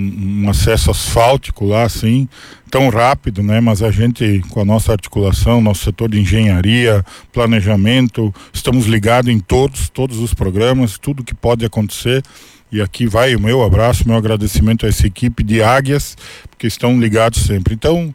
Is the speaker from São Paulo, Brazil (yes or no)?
no; Roca Sales, Rio Grande do Sul, Brazil; eu nasci na Serrinha, sou de lá